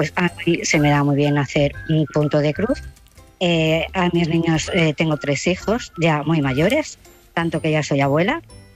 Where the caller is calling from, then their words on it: Vilafranca del Penedès, Catalonia, Spain; Yo te llamo desde Vilafranca del Penedès, Barcelona.